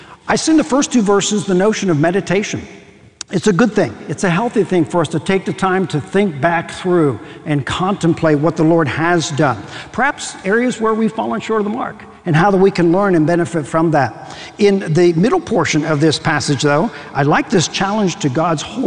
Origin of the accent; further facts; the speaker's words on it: Pennsylvania, United States; a letter from my pastor back in my home state of Pennsylvania